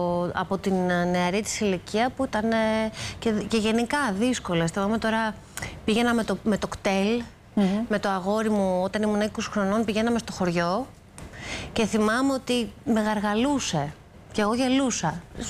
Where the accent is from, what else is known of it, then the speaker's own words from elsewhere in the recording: Athens, Attica, Greece; Εγώ γεννήθηκα στην Αθήνα και μεγάλωσα στην Αθήνα.